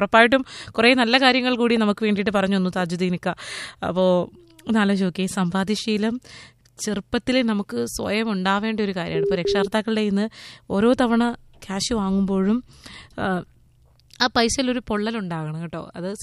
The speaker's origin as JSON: {"language": "Malayalam", "town": "Karunagappally", "region": "Kerala", "country": "India", "said": "എൻ്റെ നാട്ടുകാർ, എൻ്റെ പ്രിയപ്പെട്ട കരുനാഗപ്പള്ളിക്കാരെന്ന് ഞാൻ വിശ്വസിക്കുന്നു."}